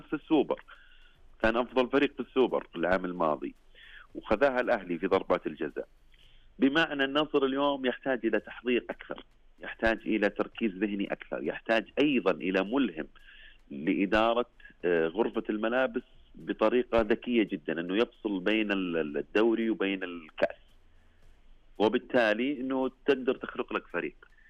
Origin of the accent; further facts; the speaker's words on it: Saudi Arabia; اللي حنا نشوفها كسعوديين